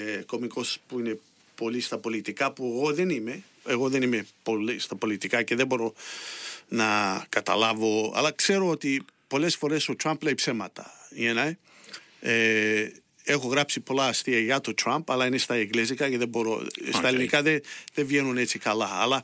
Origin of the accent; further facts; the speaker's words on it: Melbourne, Victoria, Australia; also born or lived in Richmond, Victoria / Carlton, Victoria; μεγάλωσα εδώ στο Brunswick, πήγα γυμνάσιο.